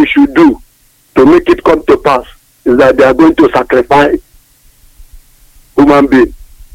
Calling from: Uburu, Ebonyi, Nigeria; I'm from Umuchima village in Uburu community.

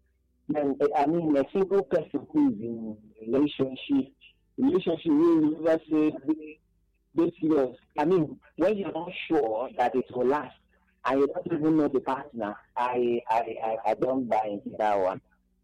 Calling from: Isoko, Delta, Nigeria; I'm calling from Isoko, Mani, and a local community.

